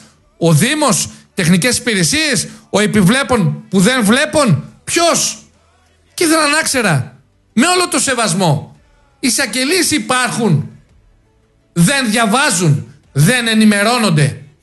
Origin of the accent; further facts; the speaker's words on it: Preveza, Epirus, Greece; Πραγματικά ντρέπομαι και εγώ ότι κατάγομαι από Πρέβεζα.